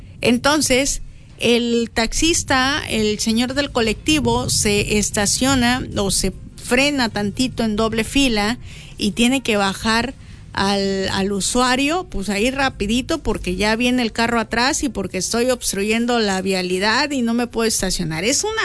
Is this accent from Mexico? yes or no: yes; Mexico; como somos buenos mexicanos